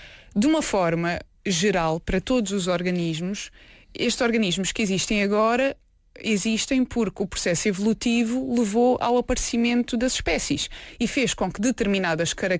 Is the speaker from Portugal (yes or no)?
yes; Vila Nova de Milfontes, Alentejo, Portugal; eu não cresci na cidade, eu cresci numa vila pescatória, em Mil Fontes.